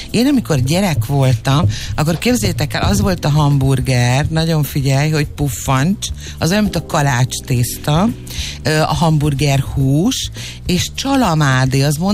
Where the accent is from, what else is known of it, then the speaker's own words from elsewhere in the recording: Hungary; én 73-ban születtem, és a 80-as évek végén, tehát én voltam ilyen 15-16 éves, és akkor jött be ez a fajta hamburger divat Magyarországon